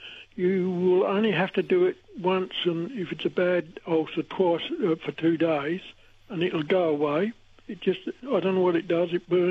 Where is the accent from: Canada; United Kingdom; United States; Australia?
United Kingdom; England; born there; Yes, I was born in 1940 in England, and of course it was wartime.